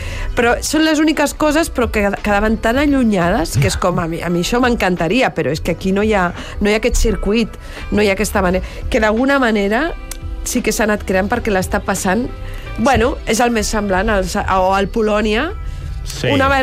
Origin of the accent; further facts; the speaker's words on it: Catalonia, Spain; Som catalans